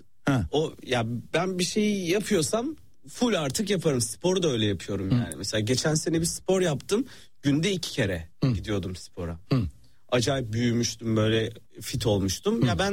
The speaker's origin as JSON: {"language": "Turkish", "town": "Salihli", "region": "Manisa", "country": "Turkey", "tie": "born or raised there", "said": "Çok selamlar, benim memleketim."}